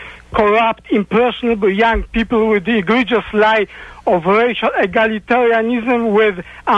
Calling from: Colombia; I am from Colombia.

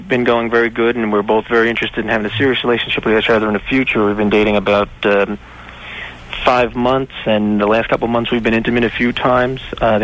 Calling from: United States; I'm a white American, mixed European background

